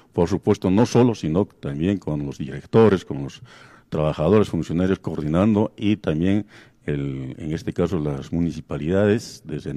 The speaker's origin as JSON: {"language": "Spanish", "town": "Cotabambas", "region": "Apurímac", "country": "Peru", "tie": "born or raised there", "also_born_or_lived": "Cusco / Abancay / Lima", "moved": "as an adult", "lives_now": "Tambobamba, Peru", "said": "ya somos tambobambinos, soy natural de Cotabambas, y aquí en Tambobamba estoy por más de 25 años y por consiguiente me siento más tambobambino"}